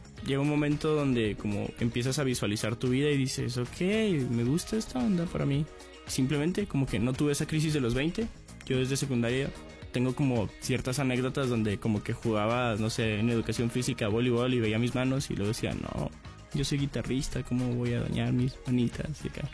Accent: Guerrero, Chihuahua, Mexico; also born or lived in Delicias, Chihuahua; Aunque nací en Ciudad de Delicias, yo me crié la mayor parte de mi vida en Guerrero, Chihuahua.

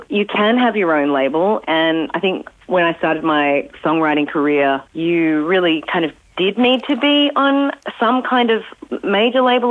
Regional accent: Tasmania, Australia; And so, especially because I grew up in Tassie and I had big dreams

